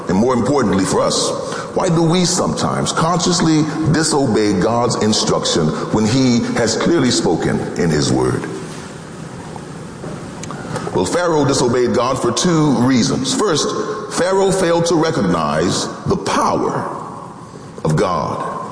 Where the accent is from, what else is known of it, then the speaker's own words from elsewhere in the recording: Chicago, Illinois, United States; I'm from Chicago, I'm used to snow